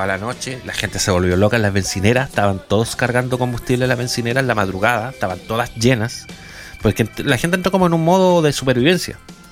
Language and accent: Spanish; Chile; Somos un país muy bonito, pero que además muy propenso a este tipo de situaciones, claro, de terremotos, de inundaciones